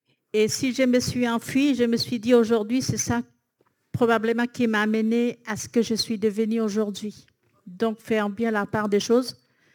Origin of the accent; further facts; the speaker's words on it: French Guiana; also born or lived in Maripasoula / Camopi; Alors moi, je suis à cheval sur les deux rivières, c'est-à-dire Marie Pasula, d'où d'origine ma mère, présente avec moi. Elle découvre la ville de France. Ma mère, elle était là. Mon père, il est de Kamopi, donc je suis à cheval